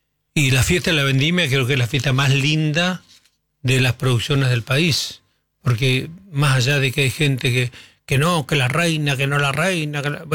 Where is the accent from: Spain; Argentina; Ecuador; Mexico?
Argentina